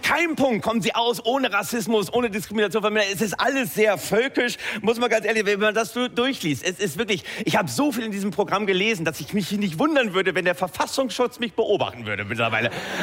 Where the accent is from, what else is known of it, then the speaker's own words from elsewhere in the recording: Lower Saxony, Germany; Nein, ich komme ja aus Niedersachsen, ne? Hinter jeder Idylle lauert die Gülle. Du, ja. Meine Heimat Oldenburger Land, da wo Mensch und Tier enger zusammenleben, als es von der Natur vorgesehen war.